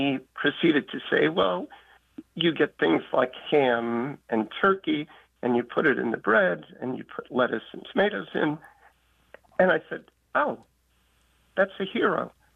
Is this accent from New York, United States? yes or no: yes; New York City, New York, United States; now in Irvington, United States; Right, but I grew up in Queens, in Astoria